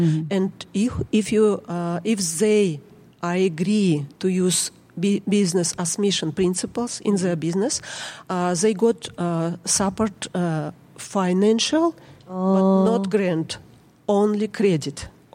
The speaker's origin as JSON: {"language": "English", "country": "Kyrgyzstan", "second_language": "English", "moved": "as an adult", "lives_now": "United States", "said": "My accent, sorry. But now we are not in Kyrgyzstan. We live in US."}